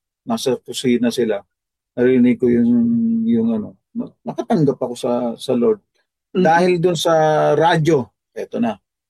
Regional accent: Makati, Metro Manila, Philippines; moved away; nandoon ako sa may Makati, taga Makati kami.

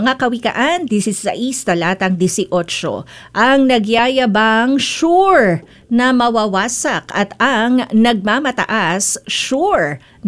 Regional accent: Malolos, Bulacan, Philippines; Oo, alam ko yan kasi taga Malolos ako.

